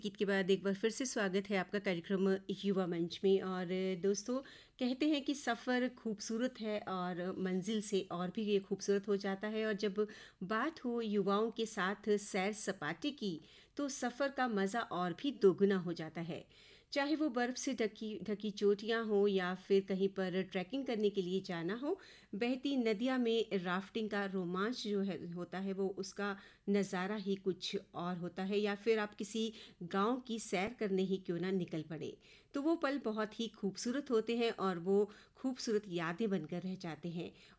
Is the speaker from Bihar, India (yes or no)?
no; Kinnaur district, Himachal Pradesh, India; हमारा जिला किन्नौर, और जो कि बहुत ही खूबसूरत है, दुर्गम है और सांस्कृतिक रूप से भी समृद्ध